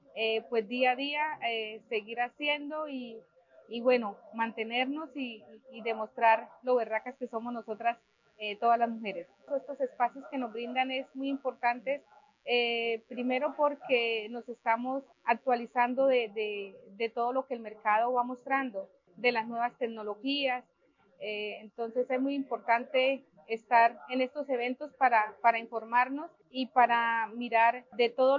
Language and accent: Spanish; Aratoca, Santander, Colombia; vengo del municipio de Aratoca.